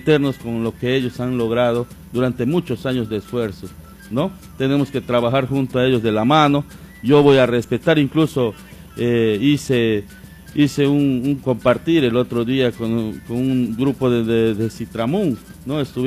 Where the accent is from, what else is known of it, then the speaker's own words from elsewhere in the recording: Belén, Loreto, Peru; Dios bendiga a mi pueblo belenino.